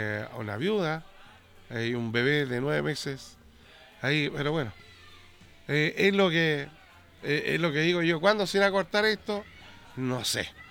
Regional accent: Chile; soy chileno.

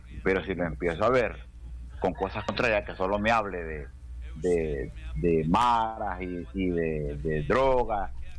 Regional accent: Honduras

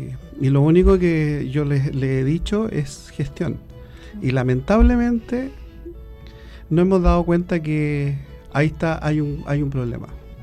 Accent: Santiago, Santiago Metropolitan Region, Chile; now in O'Higgins Region, Chile; yo soy santiaguino de tomo y lomo. O sea, de hecho no tengo ni siquiera familia en el campo.

